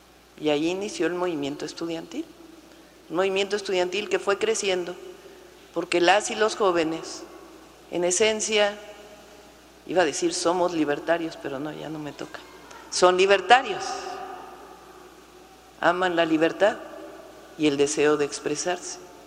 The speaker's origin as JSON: {"language": "Spanish", "region": "Mexico City", "country": "Mexico", "tie": "born there", "said": "Nací en la Ciudad de México en el año de 1962."}